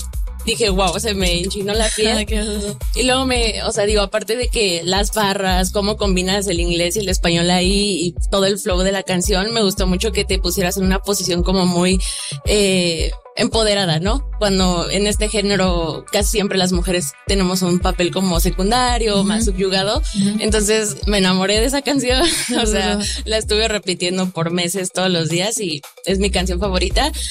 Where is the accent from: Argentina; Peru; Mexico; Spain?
Mexico; Mexico City; Soy de aquí, de Ciudad de México.